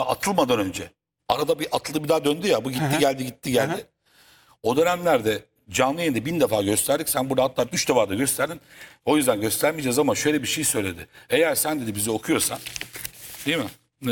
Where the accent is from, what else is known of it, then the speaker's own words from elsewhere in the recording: Istanbul, Turkey; Ben Bağdat Caddesi'nde büyüdüm. Akşam 5 oldu mu Marmara'dan çıkarsın abi nereye?